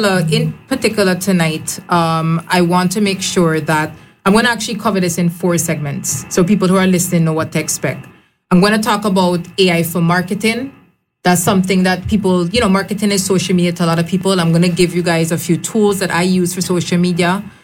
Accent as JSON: {"language": "English", "country": "U.S. Virgin Islands", "tie": "born or raised there", "also_born_or_lived": "Qatar", "moved": "yes", "lives_now": "Montserrat", "said": "I was born and raised in St. Croix, so I am a Cajun massive."}